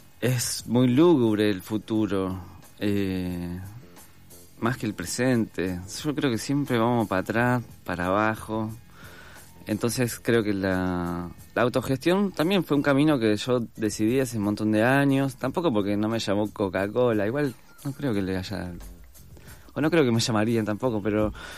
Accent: Puerto Madryn, Chubut, Argentina; Yo soy de Puerto Madryn. Uh-huh. Y en el año 2000, yo tenía 10, 11 años.

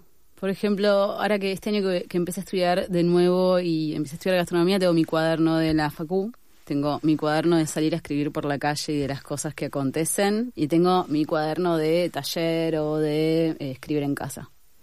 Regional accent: General Villegas, Buenos Aires Province, Argentina; Yo nací en Buenos Aires, pero crecí en Villegas.

